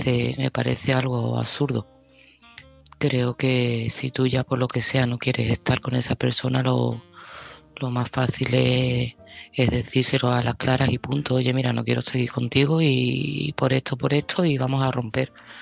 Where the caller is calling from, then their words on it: Seville, Andalusia, Spain; de Sevilla y este mensaje va para Cristina.